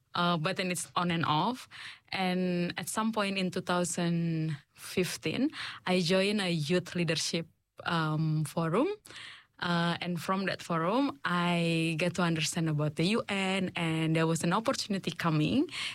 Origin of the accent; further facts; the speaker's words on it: Indonesia; moved away as an adult; now in New Zealand; I am from Indonesia. I arrived in New Zealand, resided in New Zealand, started in June 2023. So this is almost 3 years now for me living in New Zealand.